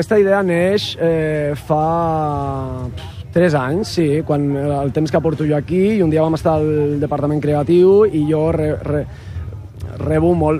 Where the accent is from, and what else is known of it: Murcia, Region of Murcia, Spain; Catalan is a second language; now in Barcelona, Spain